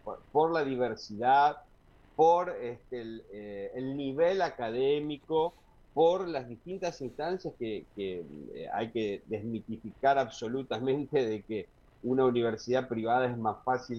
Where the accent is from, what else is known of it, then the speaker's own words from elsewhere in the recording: Sunchales, Santa Fe, Argentina; yo soy de Sunchales